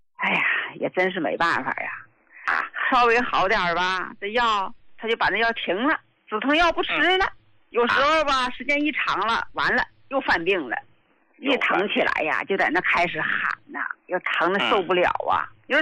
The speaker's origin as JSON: {"language": "Chinese", "region": "Jiangsu", "country": "China", "said": "哎，我是江苏的，今天来呢，就是我来替我老伴儿来反馈来了。"}